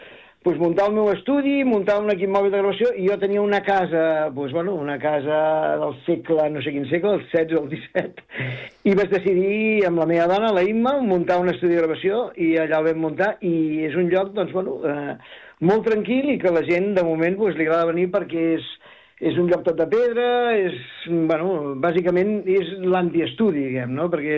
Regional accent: Barcelona, Catalonia, Spain; moved away as an adult; now in Montoliu de Segarra, Spain; jo soc de Barcelona, em vaig decidir traslladar-me amb la meva dona a Montoliu de Segarra, i fa, doncs mira, 22 anys que estem aquí

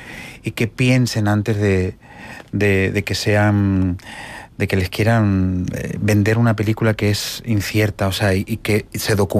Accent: Badalona, Catalonia, Spain; Federico estuvo en mi tierra

